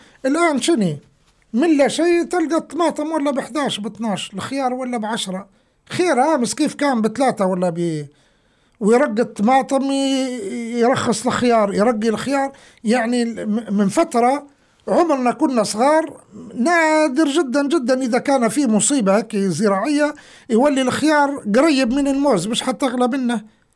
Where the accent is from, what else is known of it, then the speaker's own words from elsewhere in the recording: Libya; هو ليبي واني ليبي، اعطيني زيه.